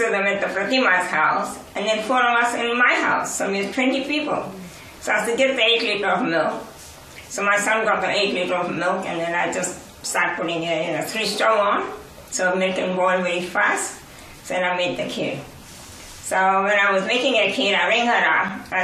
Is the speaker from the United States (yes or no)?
no; India; and we all, as an Indian boy, you stand up, and you bow to the sun.